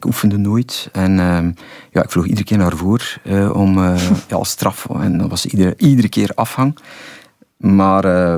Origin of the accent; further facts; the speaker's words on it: Flanders, Belgium; Ja, want ik kom uit de Vlaamse Ardennen, hè, uit Nieuwkerken, Markendal, dat is vlakbij waar ik woon